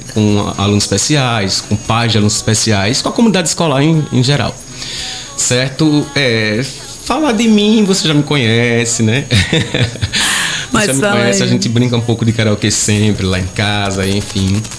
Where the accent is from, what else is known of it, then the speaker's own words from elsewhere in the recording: Penedo, Alagoas, Brazil; born there; also born or lived in Igreja Nova, Alagoas; sempre penedense, né? Nasci em Penedo e hoje resido há aproximadamente 15 anos aqui em Penedo.